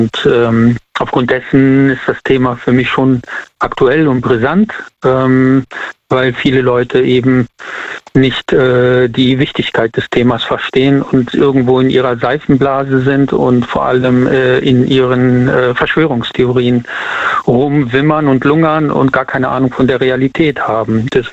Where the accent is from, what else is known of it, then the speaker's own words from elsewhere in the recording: Siegburg, North Rhine-Westphalia, Germany; Ich komme aus Siegburg.